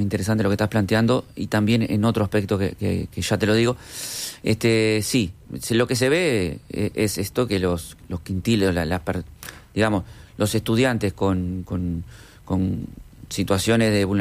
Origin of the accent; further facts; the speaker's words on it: Uruguay; en realidad venimos del Uruguay, ¿no?